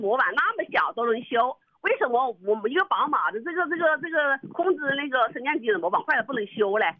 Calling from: Changsha, Hunan, China; 我们长沙话叫矮的了

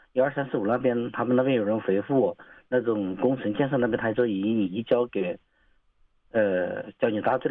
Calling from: Changsha, Hunan, China; 我是长沙的

